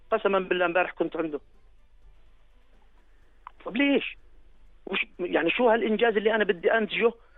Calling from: Karak Governorate, Jordan; وهنا عندنا بالكرك

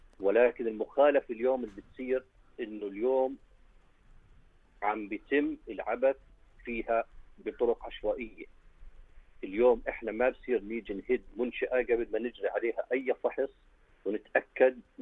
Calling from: Jordan; احنا هون عندنا في الاردن

